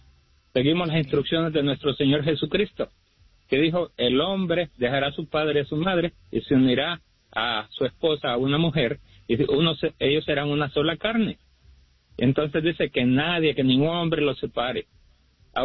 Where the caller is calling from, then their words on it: Phoenix, Arizona, United States; lo estoy llamando de aquí de Phoenix, Arizona.